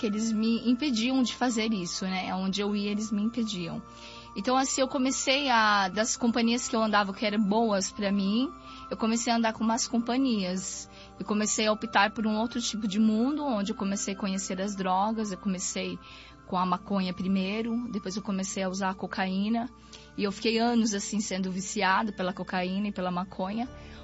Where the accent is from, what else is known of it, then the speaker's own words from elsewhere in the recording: Bom Jesus dos Perdões, São Paulo, Brazil; sou de uma cidade do interior de Bom Jesus dos Perdões, uma cidade pequena